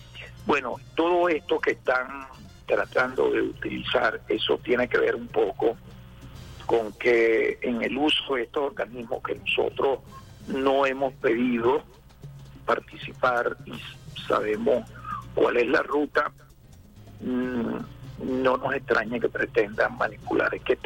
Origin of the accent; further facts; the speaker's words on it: Venezuela; nosotros somos esequibanos porque somos venezolanos